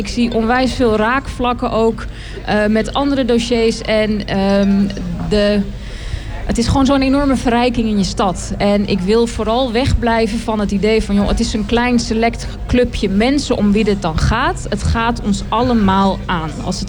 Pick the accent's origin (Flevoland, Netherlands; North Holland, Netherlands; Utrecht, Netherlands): North Holland, Netherlands; Haarlem; Ik ben 39. Ik ben geboren en getogen in Haarlem. Kom uit Schalkwijk.